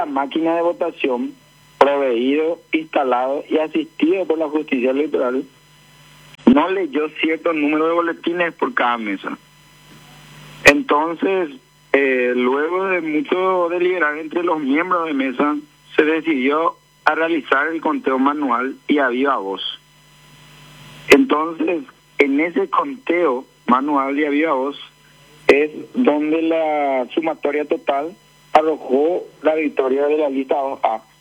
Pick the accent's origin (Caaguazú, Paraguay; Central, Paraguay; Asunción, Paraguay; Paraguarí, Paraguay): Paraguarí, Paraguay; Sapucai; Nosotros como equipo y como zapuqueños nos plantamos